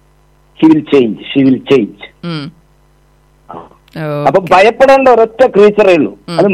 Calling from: Kanjikode, Kerala, India; Kanjikode

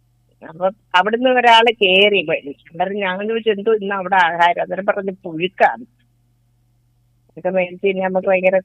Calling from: Kerala, India

